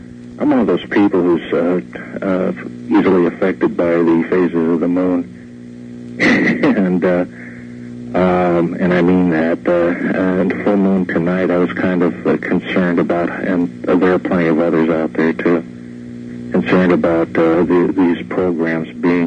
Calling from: Phoenix, Arizona, United States; I'm calling from Phoenix.

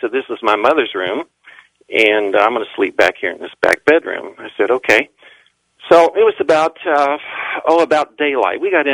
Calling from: Kansas City, Missouri, United States; calling from Kansas City, Missouri, 77 Talk Radio.

